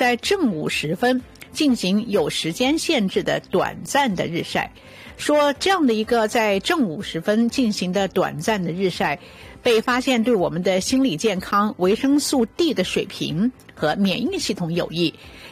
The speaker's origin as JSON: {"language": "Chinese", "country": "China", "moved": "yes", "lives_now": "Toronto, Canada"}